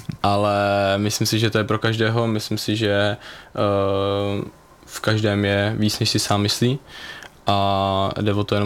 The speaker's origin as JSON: {"language": "Czech", "town": "Chrudim", "region": "Pardubice Region", "country": "Czechia", "said": "Já jsem z Chrudimi."}